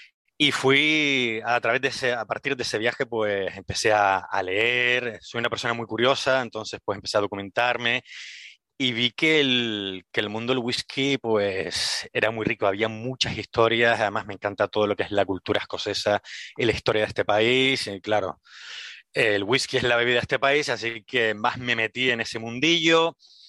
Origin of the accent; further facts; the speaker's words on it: Las Palmas de Gran Canaria, Canary Islands, Spain; moved away as an adult; now in Edinburgh, United Kingdom; Pues soy de Gran Canaria, de Las Palmas de Gran Canaria